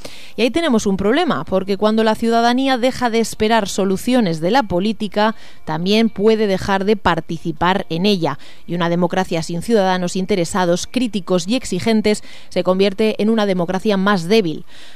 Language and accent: Spanish; Spain